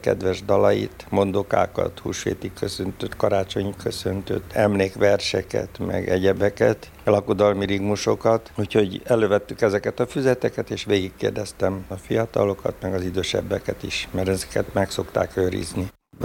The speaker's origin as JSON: {"language": "Hungarian", "region": "Transylvania", "country": "Romania", "tie": "born or raised there", "said": "Szülőfalum pont a mezőség peremén helyezkedik"}